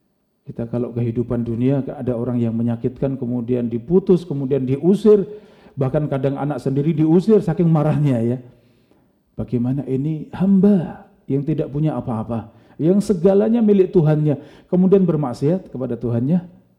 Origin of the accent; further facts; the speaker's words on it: Pleret, Indonesia; moved away as an adult; now in Maba, Indonesia; mulai pindah ke Maba itu 2020, bulan Agustus. Saya pindah ke sini, dari kampung saya Pleret ya.